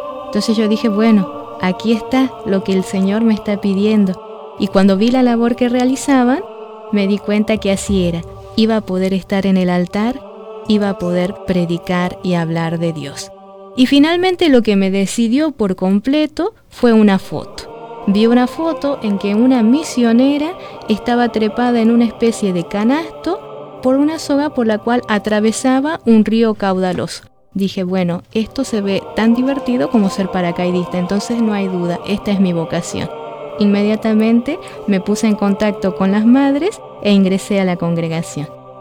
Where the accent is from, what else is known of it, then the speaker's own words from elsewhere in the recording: Argentina; Soy de Argentina y pertenezco a la Congregación de Misioneras de Jesús Verbo y Víctima.